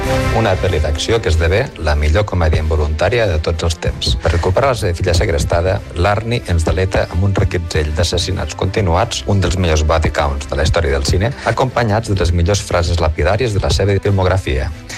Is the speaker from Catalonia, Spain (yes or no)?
no; Madrid, Community of Madrid, Spain; De Madrid de tota la vida.